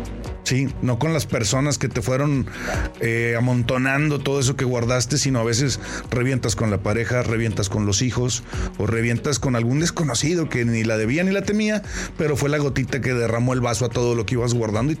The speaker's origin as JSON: {"language": "Spanish", "country": "Mexico", "said": "no nada más exclusivo de nosotros como mexicanos"}